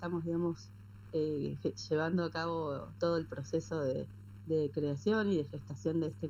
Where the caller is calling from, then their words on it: San Esteban, Córdoba, Argentina; Soy de San Esteban, artesana tejedora